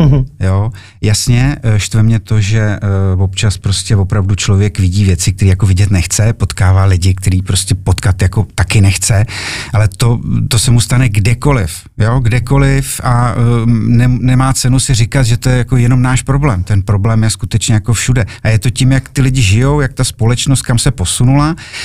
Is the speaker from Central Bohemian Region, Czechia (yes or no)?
yes; Mladá Boleslav, Central Bohemian Region, Czechia; born there; Boleslav je moje rodné město. Já tady mám rodinu, vychoval jsem tady dvě děti, žiju tady s manželkou